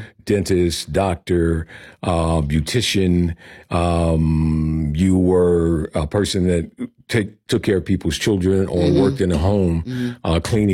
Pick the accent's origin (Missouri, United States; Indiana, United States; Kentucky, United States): Indiana, United States; Indianapolis; I grew up in Pike Township, graduated mm-hmm. from Pike.